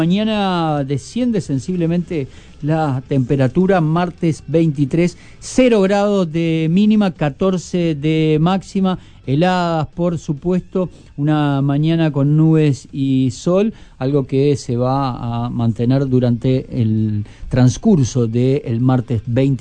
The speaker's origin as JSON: {"language": "Spanish", "country": "Uruguay", "said": "Me asumo como uruguayo feo y gris"}